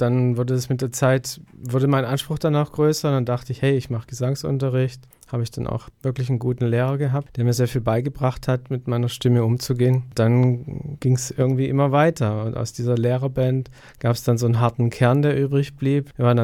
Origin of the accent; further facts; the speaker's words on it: Baden-Württemberg, Germany; Ich komme aus Haupt am Neckar und ist in der Nähe von Stuttgart und das sind so ungefähr 800 Kilometer von hier.